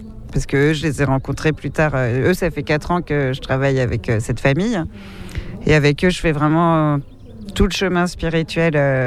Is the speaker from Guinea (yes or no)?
no; Guadeloupe, France; moved away; Je viens en France de Guadeloupe, enfin, c'est la France aussi, mais bref, je viens en métropole